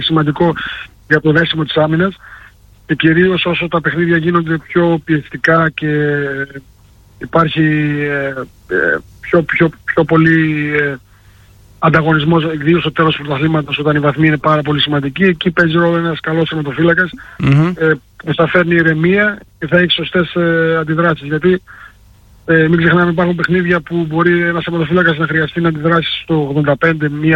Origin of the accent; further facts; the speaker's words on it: Thessaloniki, Central Macedonia, Greece; Πάντα, πάντα. Η Θεσσαλονίκη είναι η πατρίδα μου, είναι ο τόπος που γεννήθηκα, εδώ μεγάλωσα, mm-hmm. η γειτονιά μου.